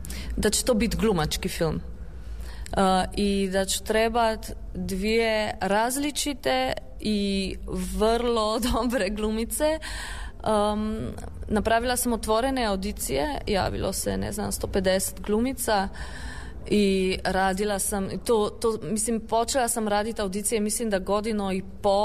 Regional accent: Slovenia; kod nas u Sloveniji

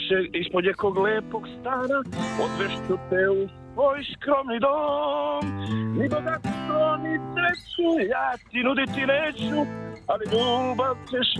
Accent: Belgrade, Serbia; Iz Beograda, da.

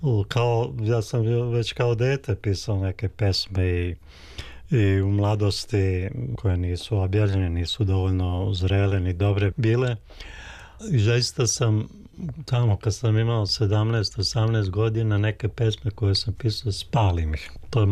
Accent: Prijedor, Republika Srpska, Bosnia & Herzegovina; u ambijent u kojem sam ja odrastao. Ja sam iz Prijedora, imaju dve reke, i ta jedna reka manja, Gomjenica, koja izvire inače u Kočićevom kraju

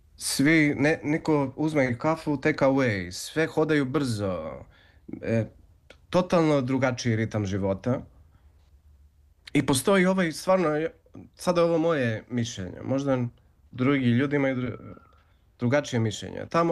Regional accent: Greece; Zato, kao Srbin, i što sam porastao u Grčkoj, ovdje sam puno se adaptirao na ovu grčku kulturu, slično kao srpskom.

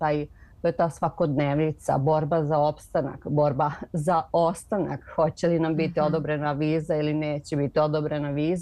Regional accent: Serbia; drugačije nego što su u Srbiji ili koje su slične kod nas u Srbiji

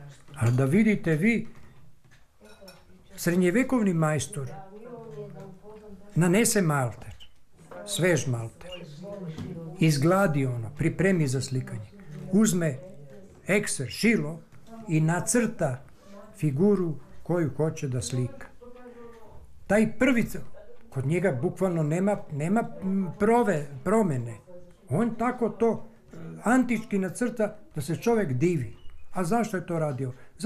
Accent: Jalbotina, Southern and Eastern Serbia, Serbia; Peši sam kao dete išao na toj relaciji stalno gore-dole, tamo-amo, ali ja sam rođen ovde u Jalbotini.

